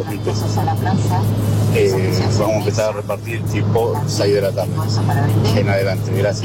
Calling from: Carmen de Patagones, Buenos Aires Province, Argentina; somos de Patagones, hacemos envío en Patagones

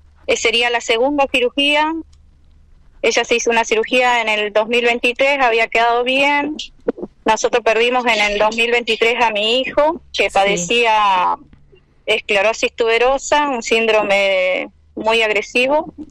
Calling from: Zapala, Neuquén, Argentina; yo soy de Zapala, sí.

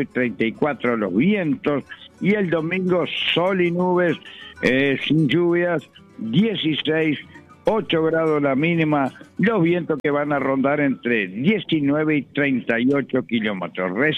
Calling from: Zapicán, Lavalleja, Uruguay

